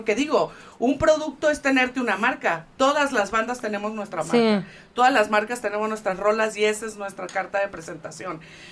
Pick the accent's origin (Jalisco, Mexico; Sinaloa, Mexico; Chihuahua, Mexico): Sinaloa, Mexico; años en la Ciudad de México, pues las raíces es importante mantenerlas y pues mi sangre chinola sinaloense la traigo conmigo siempre.